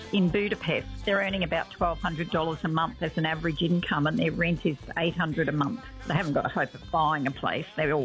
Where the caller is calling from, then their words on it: China; I'm ringing from Gangzhou in China. It's where the Terracotta Warriors, I think, are.